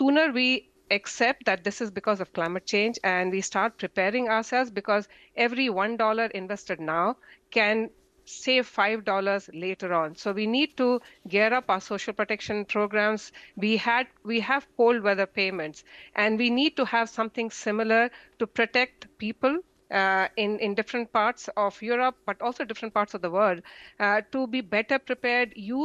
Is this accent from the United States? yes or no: no; India; moved away; I'm an Indian.